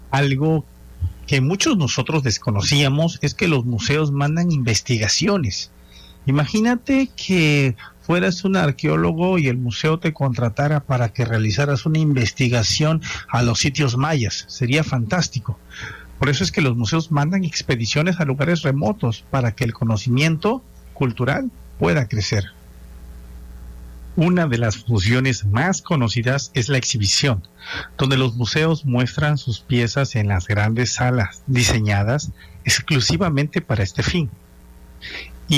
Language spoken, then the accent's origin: Spanish; Mexico; Es algo de lo que podemos estar orgullosos como mexicanos y mexicanas.